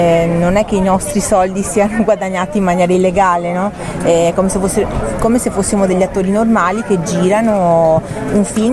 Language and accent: Italian; Venice, Veneto, Italy; ovvio che io sono di un'isola di Venezia, no? Sono veneziana.